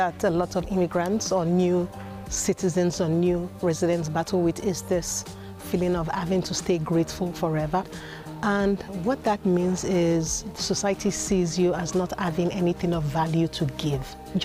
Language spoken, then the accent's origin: English; Nigeria; moved away as an adult; also born or lived in United States; now in Sweden; growing up in Nigeria with a lot of rich colors and contrast as well.